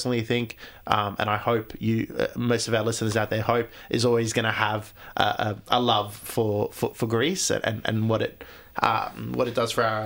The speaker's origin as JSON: {"language": "English", "country": "Australia", "said": "yes, we are Australian. We're very proud Australians, and we had grandparents and parents making that decision to move to Australia for an opportunity."}